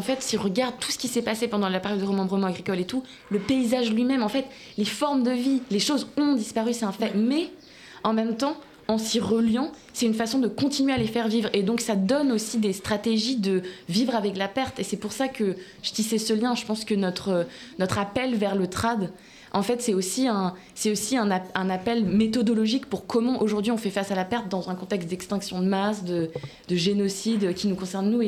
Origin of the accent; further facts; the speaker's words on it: Brittany, France; Moi, j'ai grandi en Bretagne, j'ai pas appris le breton, en fait.